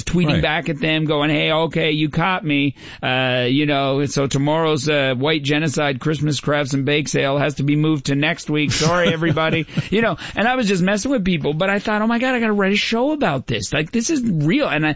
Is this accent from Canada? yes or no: yes; Newfoundland and Labrador, Canada; Of all, I grew up in Newfoundland. Okay, you want to talk about you think you're a white supremacist? Go to Newfoundland.